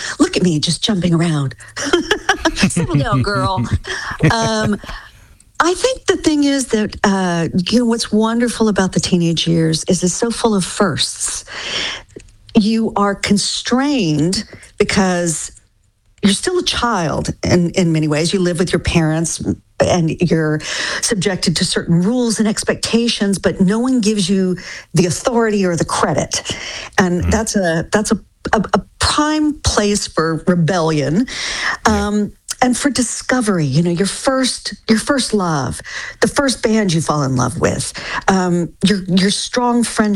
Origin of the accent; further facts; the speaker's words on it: Denton, Texas, United States; moved away; my hometown, which is Denton, Texas. But when I lived there, you know, it was very small. There was only one high school